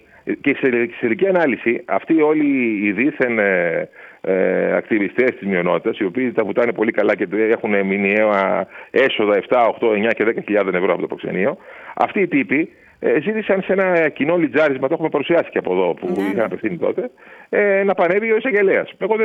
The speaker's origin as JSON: {"language": "Greek", "country": "Greece", "said": "αλλά ως Έλληνας πολίτης και ως Έλληνας δημοσιογράφος"}